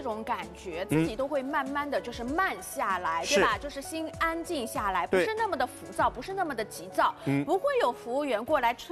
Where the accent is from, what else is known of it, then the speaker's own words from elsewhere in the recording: Shanghai, China; 就我们上海人